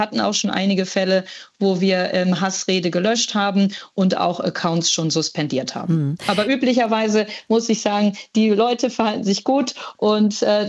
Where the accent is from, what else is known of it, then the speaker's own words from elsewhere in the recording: Bremen, Germany; Aber das halbgrüne W-Trikot auf dem W auf dem Trikot ist natürlich was Cooles, gerade als Bremerin.